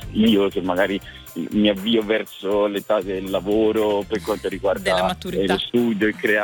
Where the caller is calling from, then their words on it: Pisa, Tuscany, Italy; Io sono di Pisa, uh-huh. E ho 24 anni, quasi 25.